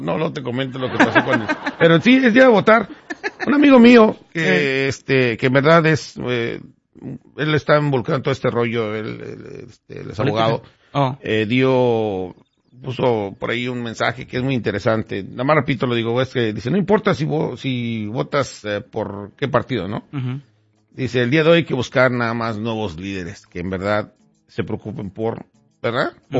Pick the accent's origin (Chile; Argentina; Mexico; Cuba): Mexico; now in United States; yo vine de México...